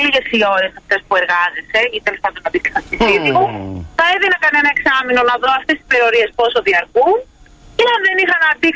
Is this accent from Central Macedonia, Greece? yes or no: yes; Thessaloniki, Central Macedonia, Greece; από τη Θεσσαλονίκη.